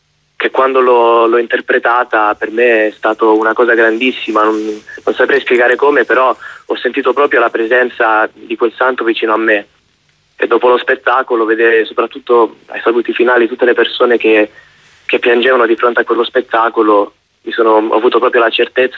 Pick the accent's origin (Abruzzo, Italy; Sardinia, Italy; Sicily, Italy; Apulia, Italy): Sicily, Italy; moved away; io sono siciliano in realtà